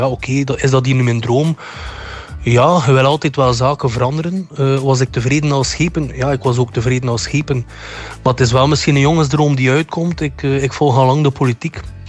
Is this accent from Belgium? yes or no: yes; Menen, Flanders, Belgium; Ik ben 35 jaar, geboren en getogen in Menen.